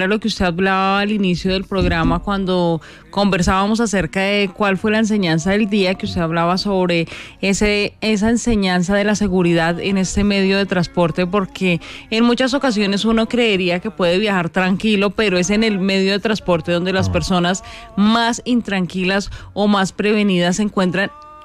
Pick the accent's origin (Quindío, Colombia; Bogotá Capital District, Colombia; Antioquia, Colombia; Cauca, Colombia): Bogotá Capital District, Colombia; Bogotá; como colombianos y como bogotanos